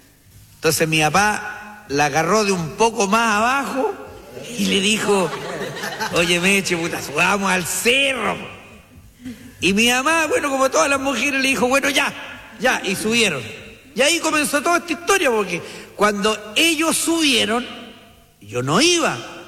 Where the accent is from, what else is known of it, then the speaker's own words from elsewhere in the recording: Temuco, Araucanía, Chile; Bueno, lo que pasa es que yo soy de Temuco. Temuco es una ciudad muy bonita, oiga.